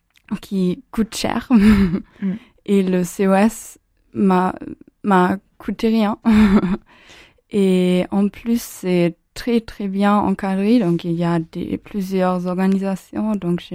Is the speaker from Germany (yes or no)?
yes; Germany; French is a second language; moved away as an adult; now in Grenoble, France; je viens d'Allemagne et j'ai 19 ans. Et moi, je suis venue à Grenoble après mon bac